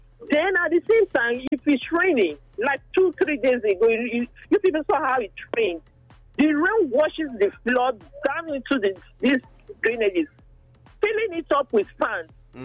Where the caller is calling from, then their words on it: Edo, Nigeria; I come from Ikwabaka local government.